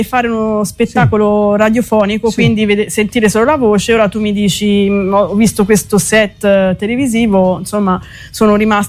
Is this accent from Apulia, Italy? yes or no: no; Arezzo, Tuscany, Italy; Io sono nata in Colcitrone, in via Cesalpino